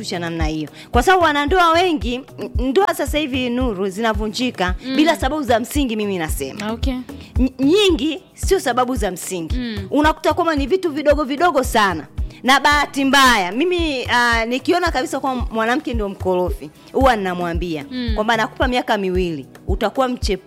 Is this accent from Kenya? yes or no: no; Tanzania; Bado sisi ni Watanzania